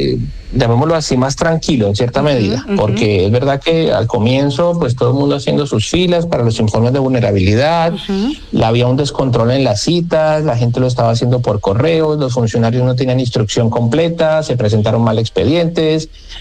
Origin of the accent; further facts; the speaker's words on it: Colombia; now in Madrid, Spain; los que somos de origen colombiano